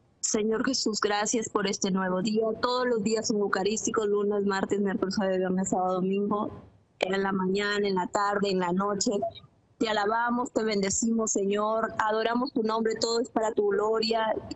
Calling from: Piura, Peru; Hablo desde Piura, Perú.

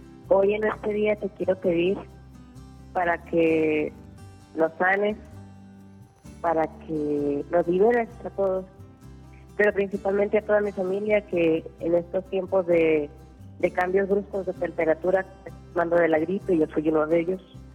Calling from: Guadalajara, Jalisco, Mexico; desde Guadalajara

